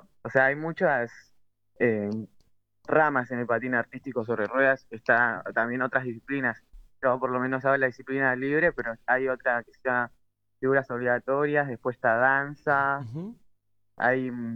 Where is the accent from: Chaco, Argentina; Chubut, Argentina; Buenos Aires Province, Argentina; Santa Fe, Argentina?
Buenos Aires Province, Argentina; Ciudad Evita; yo soy de Ciudad Evita de La Matanza, pero en el barrio de mi abuela, Isidro Casanova